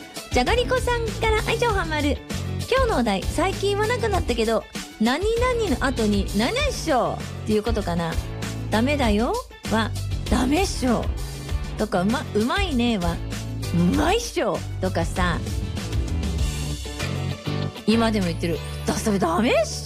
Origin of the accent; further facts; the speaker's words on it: Hokkaido, Japan; accent: Hokkaido dialect; 私今日めちゃくちゃ北海道弁使ってることに気づいてたよ